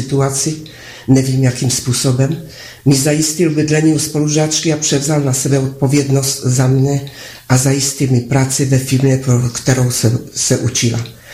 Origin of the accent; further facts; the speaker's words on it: Poland; Pocházím z Polska, z katolicismu. Já, jako všichni ostatní, jsem musela chodit do kostela.